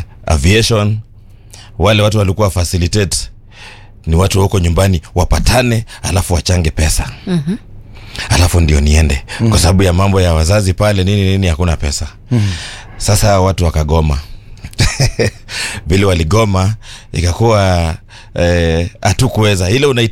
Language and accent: Swahili; Nairobi, Kenya; mimi nimetoka Madhare.